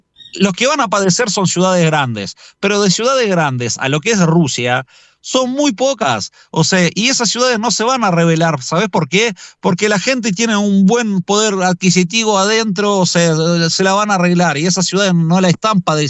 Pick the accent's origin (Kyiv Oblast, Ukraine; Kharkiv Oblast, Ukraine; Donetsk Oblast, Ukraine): Kharkiv Oblast, Ukraine; moved away; en mi provincia natal, en Kharkiv